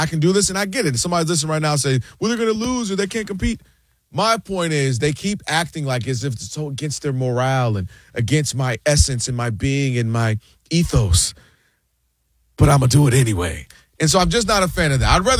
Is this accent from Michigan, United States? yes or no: yes; Ann Arbor, Michigan, United States; I'm born and raised in Ann Arbor